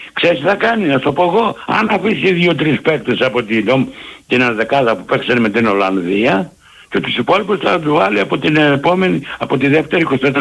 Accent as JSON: {"language": "Greek", "region": "Peloponnese", "country": "Greece", "said": "Μπορεί να είναι εγωιστικό, μπορεί επειδή είμαι και Λάκωνας να είναι από την πατρίδα μου."}